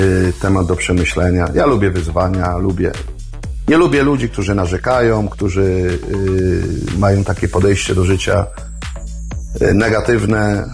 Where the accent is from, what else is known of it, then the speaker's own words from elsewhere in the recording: Gryfów Śląski, Lower Silesian Voivodeship, Poland; born there; also born or lived in Mirsk; now in Wrocław, Poland; ja się urodziłem w Gryfowie Śląskim, bo ja nie jestem z Wrocławia, naprzeciwko stadionu. W Mirsku mieszkałem na Dolnym Śląsku, w innej miejscowości, naprzeciwko stadionu.